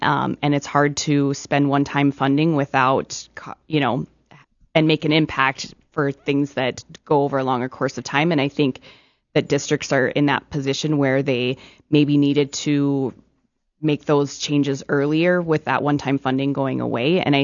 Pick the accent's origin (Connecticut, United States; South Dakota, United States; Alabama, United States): South Dakota, United States; Tulare; I grew up in South Dakota, so Tulare.